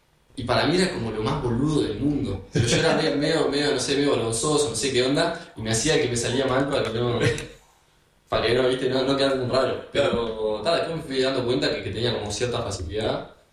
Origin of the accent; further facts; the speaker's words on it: Uruguay; also born or lived in Piriápolis, Uruguay; Yo medio que me crié acá en Palermo, entre Palermo y Piria, porque es un poco, porque toda mi familia es de ahí